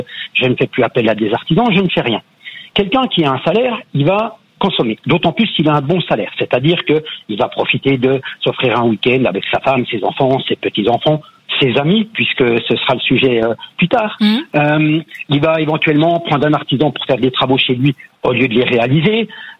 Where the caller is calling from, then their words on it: Besançon, Bourgogne-Franche-Comté, France; Besançon.